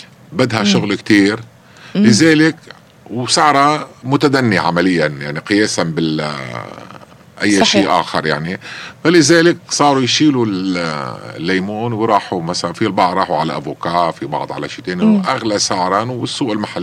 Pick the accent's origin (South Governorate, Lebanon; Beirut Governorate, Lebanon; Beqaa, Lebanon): Beqaa, Lebanon; انا من البقاع